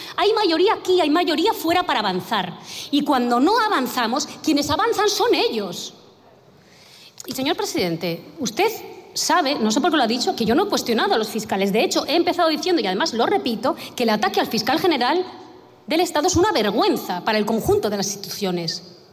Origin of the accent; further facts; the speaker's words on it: Galicia, Spain; Señor Feijóo, soy gallega, creo que el acento, ¿no? Sí, soy gallega, sí. Y en nuestra tierra, su currículum lo conocemos bien